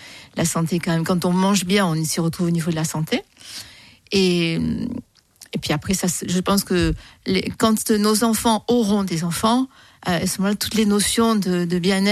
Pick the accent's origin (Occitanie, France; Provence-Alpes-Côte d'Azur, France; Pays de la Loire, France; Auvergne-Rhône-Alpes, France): Provence-Alpes-Côte d'Azur, France; Avignon; born there; also born or lived in Besançon; Non, je suis née à Avignon. Voilà, j'ai des origines du Sud et espagnoles par mon père. Et la vie m'a amenée à Besançon et j'ai passé quand même une bonne vingtaine d'années à Besançon.